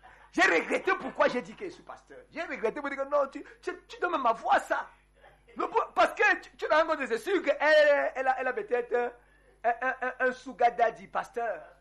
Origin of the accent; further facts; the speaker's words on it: Republic of the Congo; moi, je me rappelais, on a grandi ça en Congo.